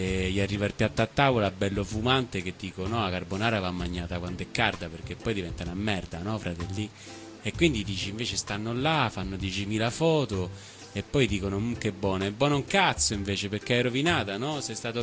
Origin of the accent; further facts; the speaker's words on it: Rome, Lazio, Italy; io quando che so de Roma, no? La città eterna